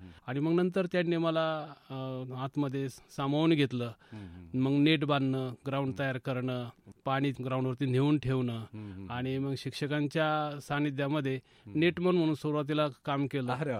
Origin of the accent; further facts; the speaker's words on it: Pimpalgaon Malvi, Maharashtra, India; मी ग्रामीण भागातलाच एक खेळाडू आहे. माझं गावाचं नाव आहे पिंपळगाव माळवी, जवळच आहे डोंगरगण रोडला. माझं बालपण जे आहे ते माझ्या गावामध्येच गेलं.